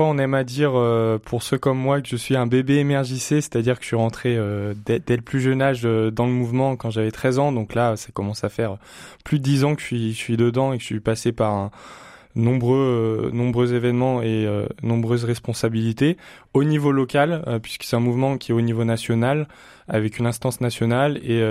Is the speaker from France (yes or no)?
yes; Auvergne-Rhône-Alpes, France; now in Lyon, France; Donc moi, je suis originaire de la Loire, de la plaine du Forêt. Et aujourd'hui, j'habite sur Lyon